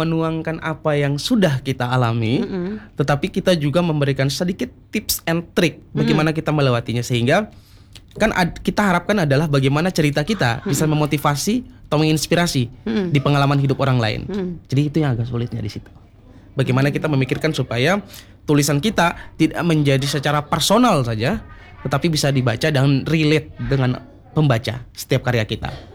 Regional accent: Ambon, Maluku, Indonesia; now in Jakarta, Indonesia; di daerah asal saya di Ambon.

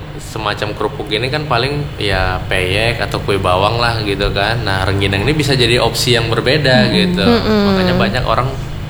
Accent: Medan, North Sumatra, Indonesia; now in Deli Serdang, Indonesia; kami kan warga Medan tapi domisili di Deli Serdang

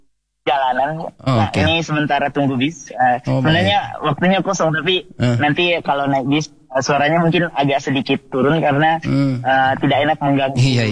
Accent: Majene, West Sulawesi, Indonesia; also born or lived in Mamuju; Saya sendiri alumni di besar, lahirnya di Mamuju, besarnya di Majene, Papua, dan teman-teman yang lainnya semua asli Sulbar.

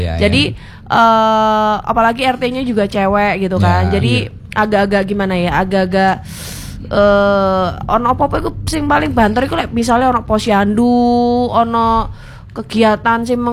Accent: Surabaya, East Java, Indonesia; aku dewe kan sebagai warga Surabaya

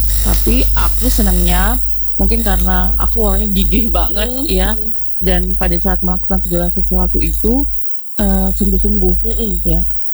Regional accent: Papua, Indonesia; Dan waktu itu aku Papua, istilahnya Indonesia Timur, satu-satunya yang bisa lolos masuk jadi lima besar.

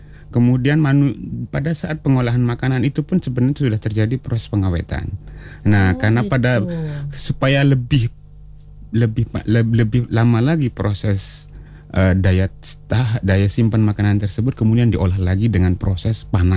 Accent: West Nusa Tenggara, Indonesia; Iya, saya dari Lombok, Nusa Tenggara Barat.

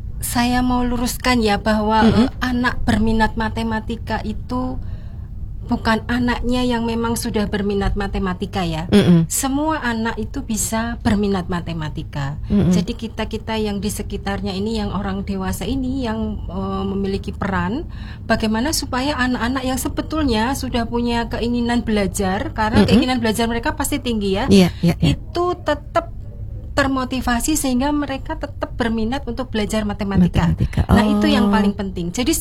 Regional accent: Bantul, Special Region of Yogyakarta, Indonesia; saya orang Bantul biasa ya

